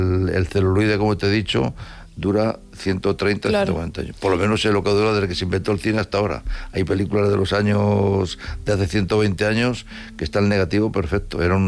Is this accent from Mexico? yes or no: no; Madrid, Community of Madrid, Spain; la verdad que yo soy de Madrid